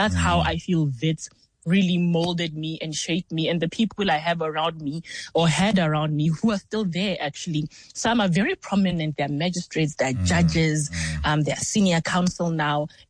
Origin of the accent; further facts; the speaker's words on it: Lesotho; Yes. So I was born and raised in Lesotho. So my mom is Tosa. She was born in the Eastern Cape